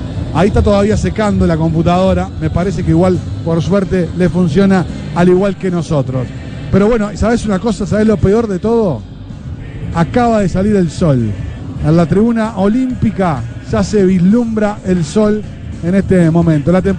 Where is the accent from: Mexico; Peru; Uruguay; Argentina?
Uruguay; Ah, pero no somos españoles, somos uruguayos.